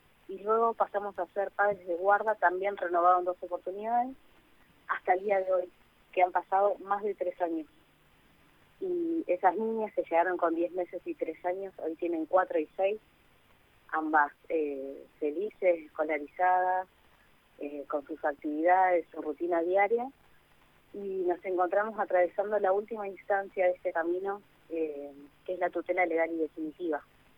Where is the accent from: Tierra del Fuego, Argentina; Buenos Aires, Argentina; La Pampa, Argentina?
Buenos Aires, Argentina; Pacheco; Gracias, soy de Pacheco.